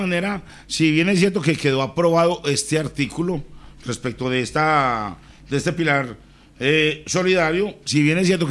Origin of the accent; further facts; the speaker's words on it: Titiribí, Antioquia, Colombia; yo soy de un pueblo también, yo soy de Titiribí. soy montañerito también y quiero mucho mis campesinos.